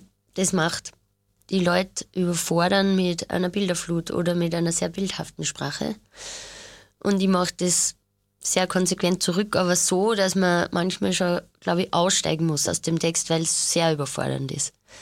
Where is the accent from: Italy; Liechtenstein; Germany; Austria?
Austria; Mauthausen, Upper Austria; moved away as an adult; also born or lived in Linz; now in Vienna, Austria; Also ich bin in der Nähe von Linz aufgewachsen, Mauthausen, und bin halt in Linz in die Schule gegangen, ins Stiftergymnasium, in den Musikschwerpunkt.